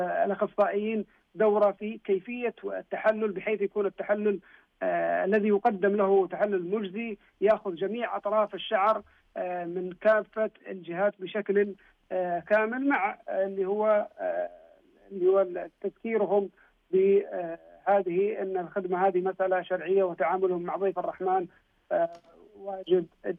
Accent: Saudi Arabia; شرفنا الله إحنا كسعوديين أن نكون خداما للحرم

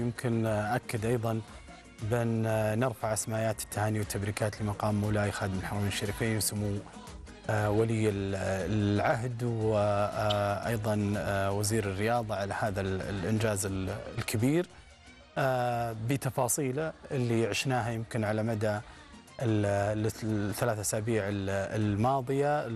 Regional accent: Saudi Arabia; اليوم كلنا كسعوديين نشعر بفخر كبير جداً

